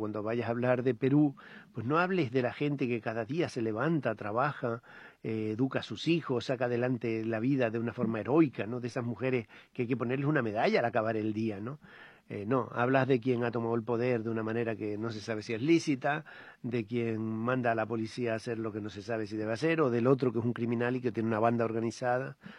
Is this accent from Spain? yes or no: yes; Canary Islands, Spain; moved away; Claro, yo soy de las Islas Canarias, hace ya mucho que salí de vivir allí de forma estable, ¿no?